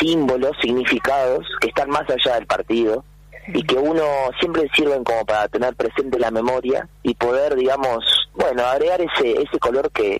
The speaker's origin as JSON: {"language": "Spanish", "country": "Argentina", "said": "soy argentino"}